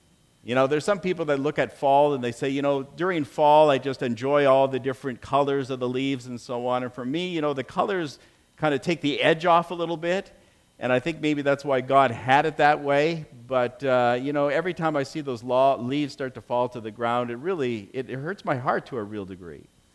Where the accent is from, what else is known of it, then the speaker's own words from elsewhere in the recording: Canada; moved away; I come from Canada.